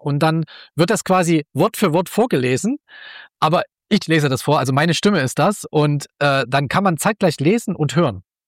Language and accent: German; Leipzig, Saxony, Germany; born there; Ich bin ja in der DDR geboren. Ich bin ja 1974 in Leipzig geboren und habe 15 Jahre die DDR noch miterlebt.